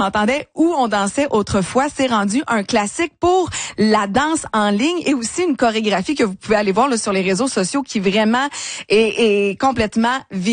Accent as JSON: {"language": "French", "town": "Saint-Tite", "region": "Quebec", "country": "Canada", "said": "chez nous à Saint-Tite."}